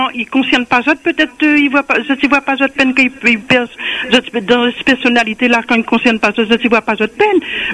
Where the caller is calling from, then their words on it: Saint-Louis, Réunion; moi, je suis de Saint-Louis